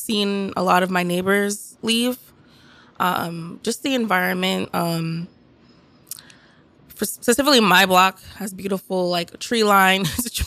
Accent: New York City, New York, United States; I'm from Bed-Stuy. I grew up here all my life. I still live on the block that I grew up on.

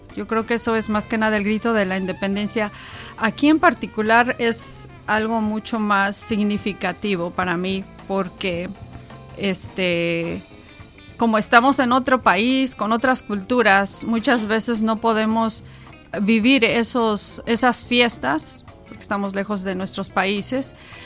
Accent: San Luis Potosí, Mexico; No, sí, soy de San Luis Potosí.

